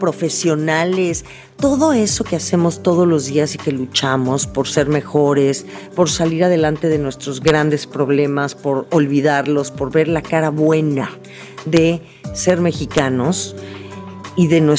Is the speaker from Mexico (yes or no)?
yes; Mexico; ¿Por qué nos sentimos tan bien de ser mexicanos?